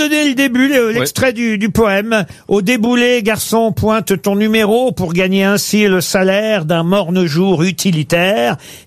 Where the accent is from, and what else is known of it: France